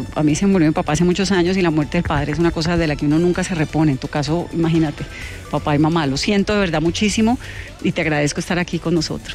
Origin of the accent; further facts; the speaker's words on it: Cali, Valle del Cauca, Colombia; A mí me queda como caleña también muchas lecciones sobre el amor